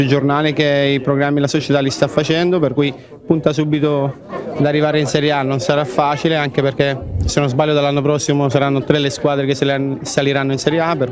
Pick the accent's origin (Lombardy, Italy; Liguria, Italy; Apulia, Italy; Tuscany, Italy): Apulia, Italy; io sono legato alla mia terra, per cui sono orgoglioso di essere pugliese, soprattutto salentino.